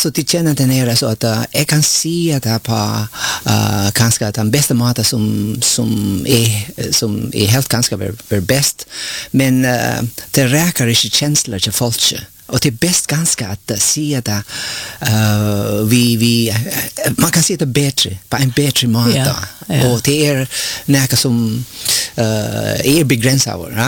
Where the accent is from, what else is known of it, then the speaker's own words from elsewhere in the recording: Philippines; Swedish is a second language; Ja, jag är filippinsk. Ja, filippinsk är helt annan.